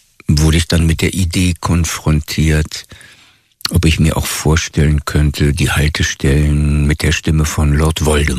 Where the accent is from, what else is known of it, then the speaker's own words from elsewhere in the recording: Wittenberge, Brandenburg, Germany; Also ich bin gebürtig aus Wittenberge, das ist Westprignitz im Land Brandenburg an der Elbe.